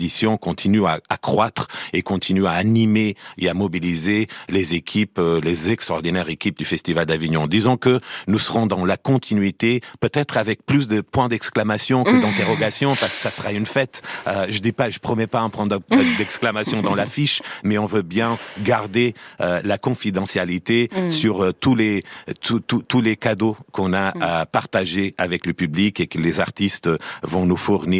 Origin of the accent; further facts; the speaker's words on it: Portugal; et je parle avec tout toute complètement à l'aise parce que je suis portugais